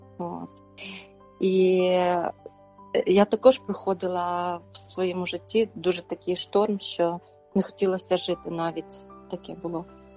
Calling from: Norway; я з Норвегії.

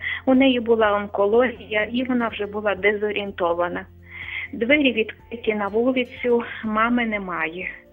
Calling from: Lviv, Lviv Oblast, Ukraine; я львів'янка.

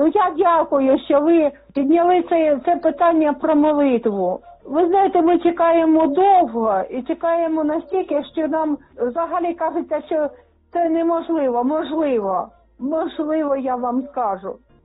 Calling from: Kharkiv Oblast, Ukraine; Із Харківщини.

